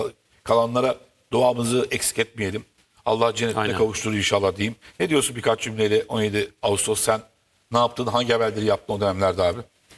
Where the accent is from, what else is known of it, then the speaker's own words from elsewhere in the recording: Sakarya, Turkey; Sakarya benim memleketim